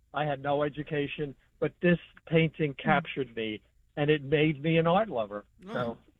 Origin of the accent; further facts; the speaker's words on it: New York City, New York, United States; now in Bronx, New York City, United States; I was growing up near the Met Museum